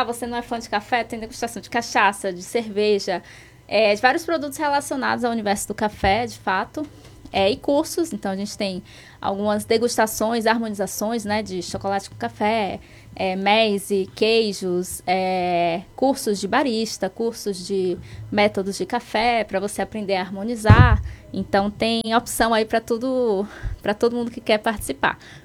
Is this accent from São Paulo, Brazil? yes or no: no; Itabuna, Bahia, Brazil; eu sou do sul da Bahia também, né? Eu sou lá de Itabuna